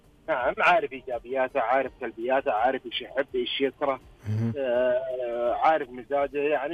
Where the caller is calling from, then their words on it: Taif, Makkah Province, Saudi Arabia; انا اكلمك من الطايف